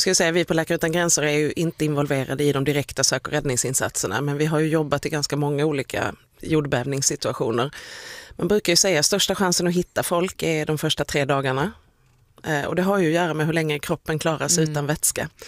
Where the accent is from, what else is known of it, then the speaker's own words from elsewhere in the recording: Skåne, Sweden; jag är skåning